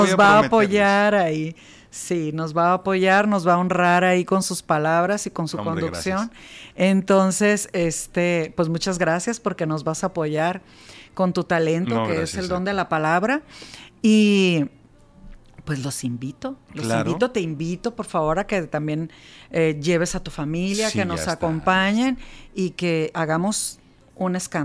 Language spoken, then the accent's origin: Spanish; Culiacán, Sinaloa, Mexico; todos los demás somos de aquí, de Culiacán.